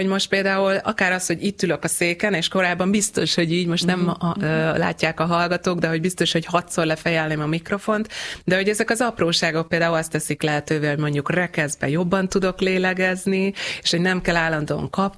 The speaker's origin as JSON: {"language": "Hungarian", "country": "Hungary", "said": "oké, hogy gánai magyar vagyok"}